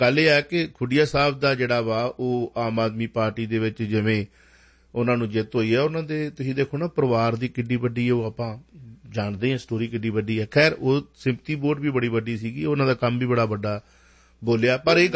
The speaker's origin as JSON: {"language": "Punjabi", "region": "Punjab", "country": "India", "said": "ਚਲੋ ਅਸੀਂ ਪੰਜਾਬ ਤੋਂ ਆ"}